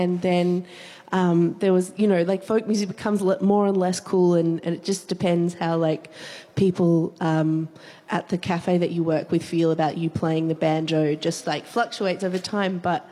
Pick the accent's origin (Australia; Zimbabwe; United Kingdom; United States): Australia; Castlemaine, Victoria; my hometown of Castlemaine, experience of moving back to your hometown in lockdown